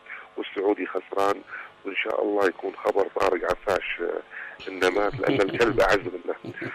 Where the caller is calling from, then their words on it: Al Mahrah, Yemen; في المهرة.